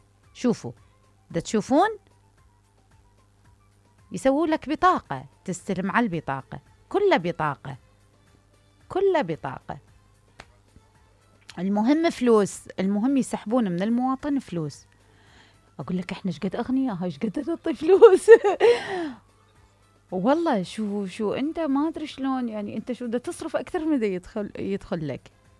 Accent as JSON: {"language": "Arabic", "country": "Iraq", "said": "هسه أنا كمواطنة عراقية أريد بنزين السيارتي"}